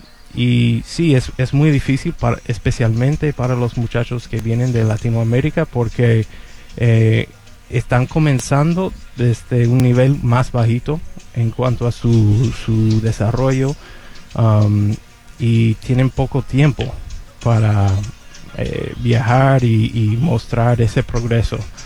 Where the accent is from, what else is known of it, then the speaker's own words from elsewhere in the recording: United States; Yo jugaba béisbol desde chiquito aquí en los Estados Unidos